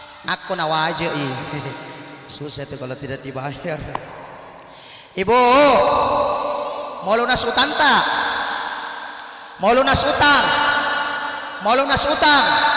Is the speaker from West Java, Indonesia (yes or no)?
no; Makassar, South Sulawesi, Indonesia; karena kebetulan saya dari Makassar kodong. Biasa jauh-jauh dari Makassar.